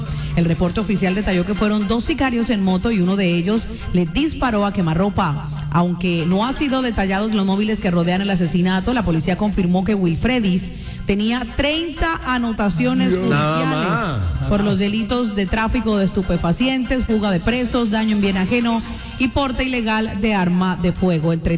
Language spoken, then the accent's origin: Spanish; Cartagena, Bolívar, Colombia; nos preparamos como colombianos, como cartageneros para ejercer el derecho al voto.